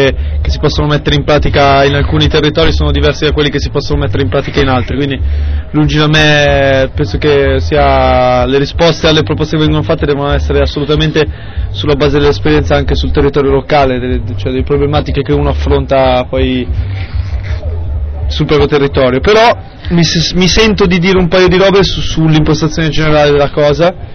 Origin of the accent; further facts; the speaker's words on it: Milan, Lombardy, Italy; io non sono siciliano, vengo da Milano